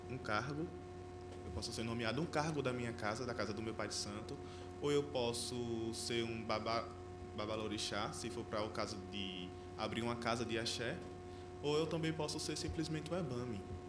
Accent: Lagarto, Sergipe, Brazil; eu sou daqui do Lagarto

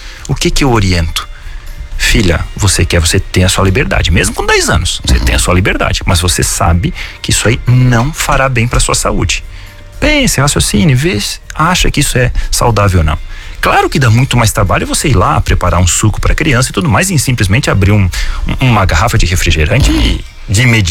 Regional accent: Brazil; tô aí com 47, indo para 48 anos, mas na minha infância, aqui na Gabiroba, que recebia o leite lá do seu Civis, que entregava ali para nós

